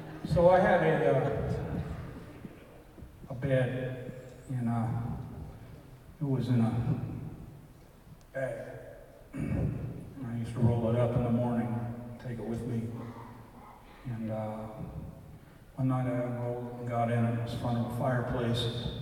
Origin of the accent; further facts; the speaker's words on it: Manitoba, Canada; I'm from Manitoba.